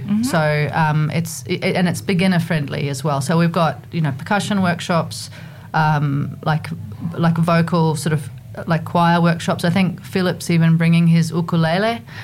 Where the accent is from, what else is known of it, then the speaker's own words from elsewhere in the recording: Australia; also born or lived in New Zealand / Slovenia / Brisbane; 3.5 years in Slovenia, which is part of former Yugoslavia. Mm. But yes, I am originally from New Zealand, grew up in Australia